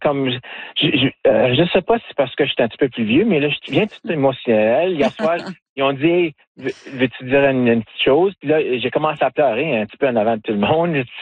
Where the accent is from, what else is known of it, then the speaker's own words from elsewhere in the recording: Timmins, Ontario, Canada; parce que je viens de Timmins.